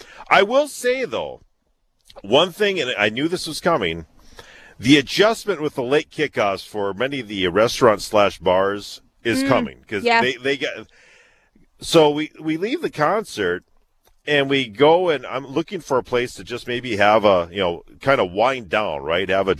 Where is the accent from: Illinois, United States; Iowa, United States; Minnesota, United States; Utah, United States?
Minnesota, United States; Barnesville; my hometown of Barnesville